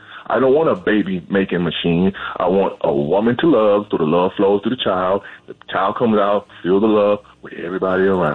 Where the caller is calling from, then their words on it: East Point, Georgia, United States; I'm from East Point.